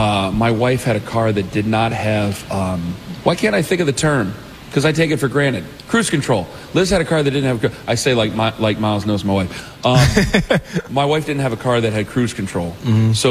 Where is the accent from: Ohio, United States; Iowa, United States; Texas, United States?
Ohio, United States; I almost said Miami of Ohio. I'm from Ohio, I'm sorry.